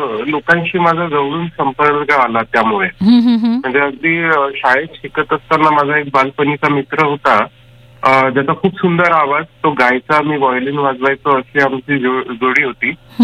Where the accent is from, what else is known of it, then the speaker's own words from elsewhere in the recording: Amravati, Maharashtra, India; अमरावती म्हणजे जिथे जे माझं मूळ गाव होतं